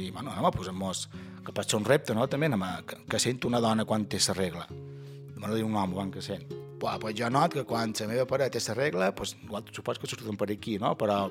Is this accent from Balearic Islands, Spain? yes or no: yes; Ferreries, Balearic Islands, Spain; Sant Joan és molt polit el que vulgueu, però jo som de Ferreries i crec que Sant Bartomeu pues, és molt més.